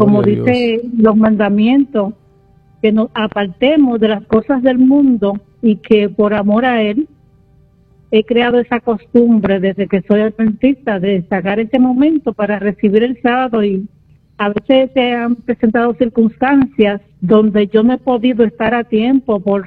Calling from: Bayamón, Puerto Rico; Desde Bayamón Garden.

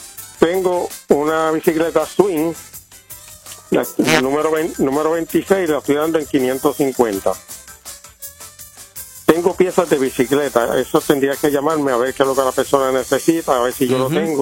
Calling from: Mayagüez, Puerto Rico; de Miradero de Mayagüez también.

